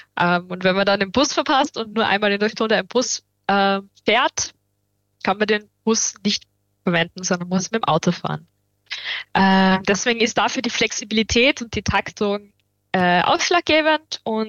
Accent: Upper Austria, Austria; oder in meinem Heimatbundesland Oberösterreich sind das Orte wie St. Martin im Mühlkreis oder Kremsmünster.

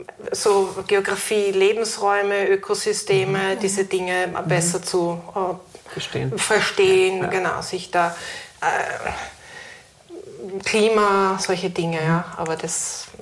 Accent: Fehring, Styria, Austria; Also, eigentlich komme ich aus der Oststeiermark. Ich bin in Fähring aufgewachsen und dann meine Schulstationen in Fürstenfeld und Feldbach.

